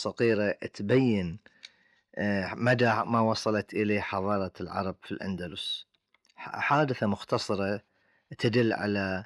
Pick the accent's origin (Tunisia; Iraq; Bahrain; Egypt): Bahrain; accent: Bahraini; اللبان طبعا معروف عنه لأسامي كثيرة في لهجتنا البحرينية